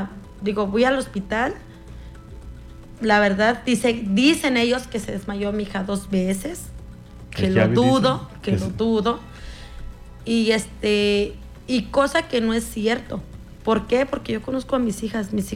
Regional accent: Fresnillo, Zacatecas, Mexico; De Fresnillo, Zacatecas. Okay. Entonces, acá no tengo mamá, papá ni hermanos.

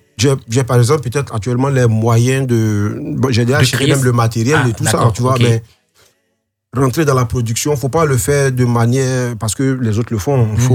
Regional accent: Centre-West, Côte d’Ivoire; je suis de l'Ouest. Ouais. Guéré, du Centre-Ouest.

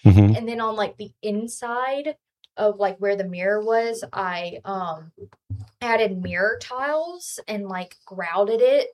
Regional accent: Talladega, Alabama, United States; Yeah, I'm from Talladega.

